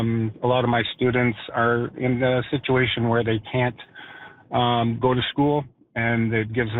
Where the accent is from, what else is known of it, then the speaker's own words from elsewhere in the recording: Sudbury, Ontario, Canada; born there; moved away; also born or lived in Japan / Nepal; I was born in Sudbury, and I moved away and was overseas for many years, and I just recently returned.